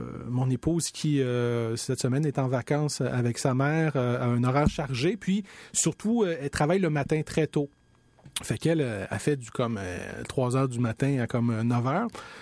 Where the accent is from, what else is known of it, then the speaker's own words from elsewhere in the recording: Laval, Quebec, Canada; je viens de Laval.